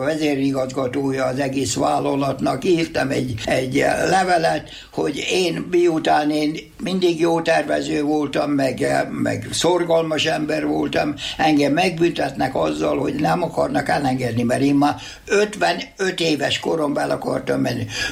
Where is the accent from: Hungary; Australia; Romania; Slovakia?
Australia; én úgy mondom, hogy mi, mert én ausztrál is vagyok, persze.